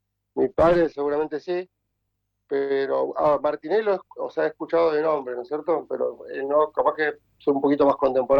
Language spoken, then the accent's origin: Spanish; Argentina; moved away